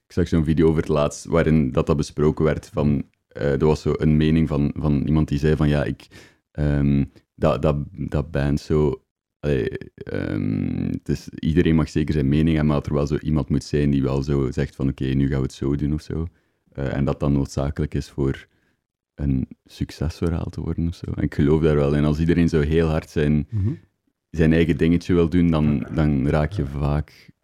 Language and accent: Dutch; Flanders, Belgium; now in Ghent, Belgium; We zijn van het Waasland en we zijn daar ook heel trots op. Zeker Sint-Niklaas steunt ons heel hard in alles wat we doen. En dat is iets wat we nooit gaan loslaten. Maar ik denk dat het een beetje onvermijdelijk is met dat ik hier in Gent ben gaan wonen.